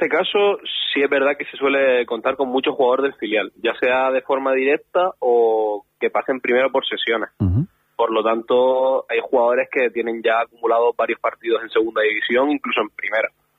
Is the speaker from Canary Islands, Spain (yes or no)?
yes; Las Palmas de Gran Canaria, Canary Islands, Spain; accent: Canarian; yo soy de Las Palmas, he crecido en Las Palmas